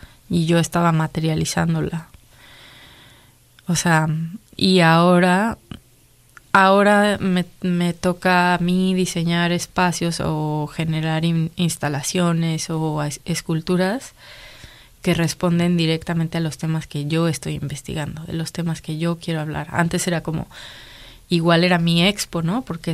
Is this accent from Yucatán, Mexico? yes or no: no; Mexico City, Mexico; cuando los de la Ciudad de México decimos eso, sonamos muy ofensivos.